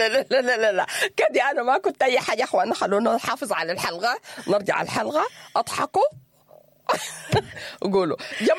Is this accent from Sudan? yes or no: yes; Sudan; إحنا كمجتمع سوداني.